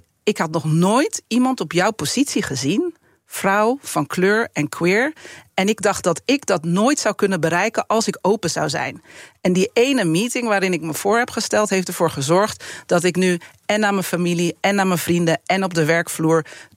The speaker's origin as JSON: {"language": "Dutch", "town": "Haarlem", "region": "North Holland", "country": "Netherlands"}